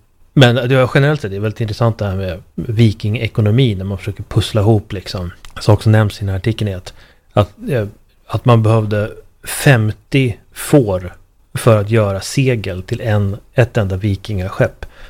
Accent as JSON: {"language": "Swedish", "country": "Sweden", "said": "för jag är svensk"}